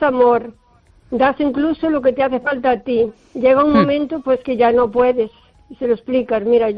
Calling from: O Carballiño, Galicia, Spain; de Carballiño.

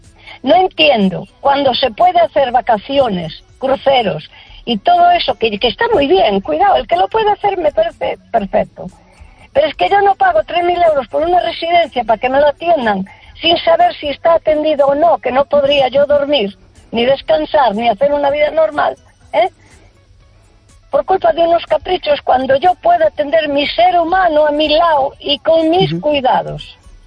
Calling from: A Coruña, Galicia, Spain; De Coruña.

